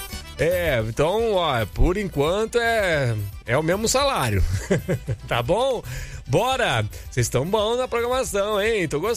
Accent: Araras, São Paulo, Brazil; Olha, Dileme, cidade vizinha da minha terra, de Araras.

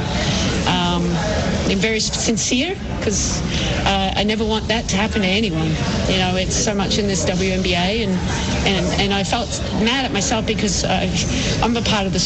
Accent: Australia; moved away; And it's no excuse that I'm from Australia. We have cultural differences. I've lived here long enough to know the issues that there are in this country.

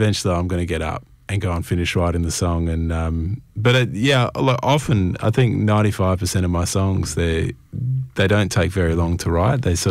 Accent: Adelaide Hills, South Australia, Australia; born or raised there

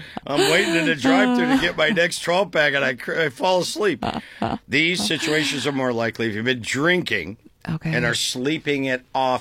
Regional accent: Tuscarawas County, Ohio, United States; Now, I grew up in Amish country, Tuscarawas County.

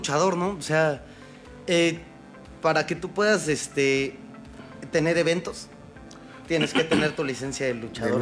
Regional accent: Mexico City, Mexico; now in Ciudad del Carmen, Mexico; Entonces, pues vengo de la Ciudad de México, donde se entrena o es muy natural el ver un cuadrilátero o un gimnasio. Y entonces aquí de la nada llego a Ciudad del Carmen

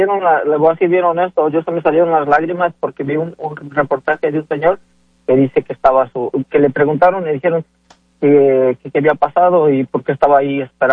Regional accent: Tlaxcala, Mexico; Yo soy de Tlaxcala y cuando salíamos a trabajar al estado de Puebla.

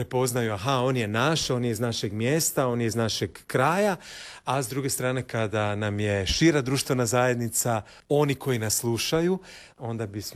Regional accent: Zagreb, City of Zagreb, Croatia; Ja sam iz najljepšeg dela Zagreba. Moja ulica je Ivana Gorana Kovačića, to je Rokov Perivoj i Gorana Kovačića. Tamo sam odrastao, igrao se na Rokovu Perivoju, na Cmroku.

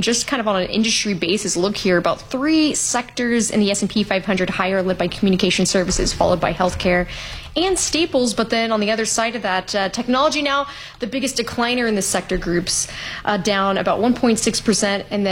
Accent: Texas, United States; I am originally from Texas.

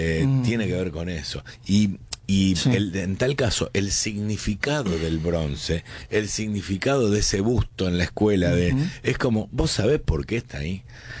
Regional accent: Argentina; esta mixtura que somos los argentinos

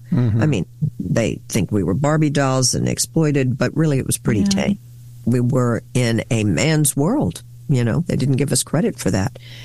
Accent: Houston, Texas, United States; I'm a girl from Houston.

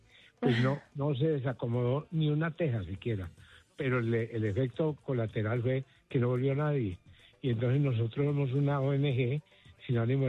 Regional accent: Colombia

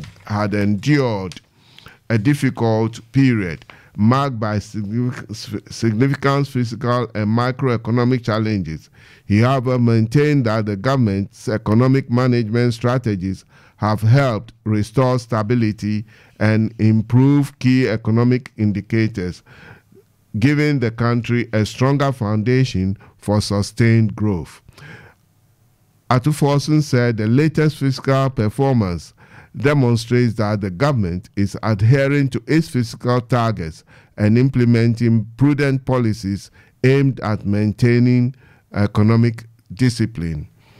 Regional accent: Ajuate, Ghana; now in Canberra, Australia; I know Ashon very well because he's the head of Ajuate family at this time, and I'm from Ajuate.

